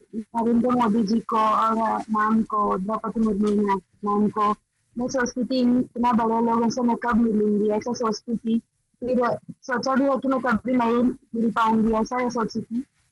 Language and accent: Hindi; Andhra Pradesh, India; मैं आंध्र प्रदेश से हूँ